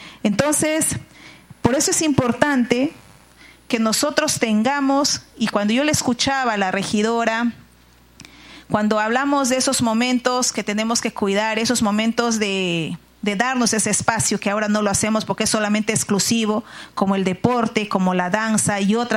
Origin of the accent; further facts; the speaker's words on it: San Martín, Peru; Yo tengo 51 años, de la que me siento sumamente orgullosa. He estado en política, como decimos en mi pueblo, desde muy huambra, porque yo vengo de la región San Martín, zona selva